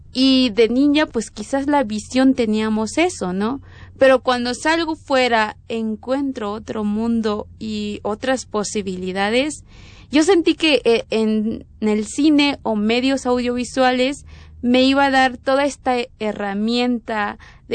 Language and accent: Spanish; Naranjatic Alto, Chiapas, Mexico; moved away; Ahí mismo en Chenaló, de donde soy, ¿no? Y yo crecí en Naranjatic Alto